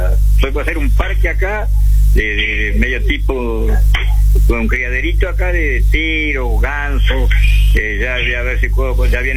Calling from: Entre Ríos, Argentina; Nosotros somos los entrerrianos, los argentinos, somos bien argentinos, gracias a Dios

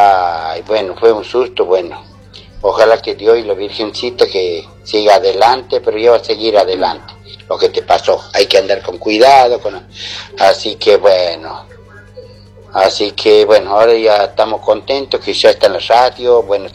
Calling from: Cachico, Santiago del Estero, Argentina; de Cachico, Departamento Jiménez.

